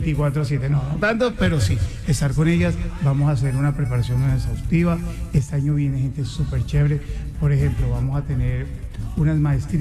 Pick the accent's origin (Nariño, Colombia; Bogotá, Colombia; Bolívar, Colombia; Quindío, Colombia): Bolívar, Colombia; Cartagena; Yo soy cartagenero y soy no soy ni negro ni blanco.